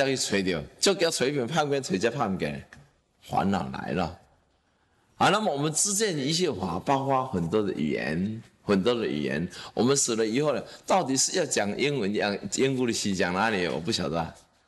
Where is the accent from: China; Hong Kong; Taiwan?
Taiwan; 然后我是台湾人呐、啊，我不怕不进去、啊。